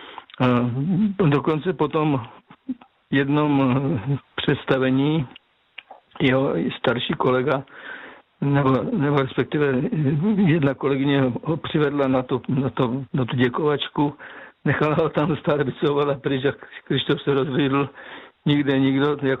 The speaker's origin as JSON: {"language": "Czech", "region": "Moravian Slovakia", "country": "Czechia", "tie": "born or raised there", "said": "Na základní škole, jak jsem vyrůstal na Moravském Slovácku, paní učitelka Neschlebová byla taková aktivní"}